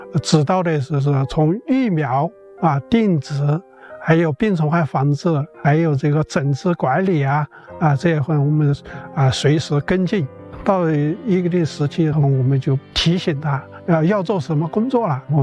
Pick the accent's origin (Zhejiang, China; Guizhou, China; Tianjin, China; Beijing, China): Guizhou, China